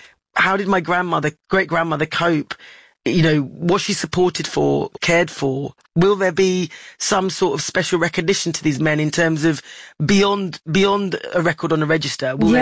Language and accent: English; England, United Kingdom; born there; because I'm English born, you know, I was born in England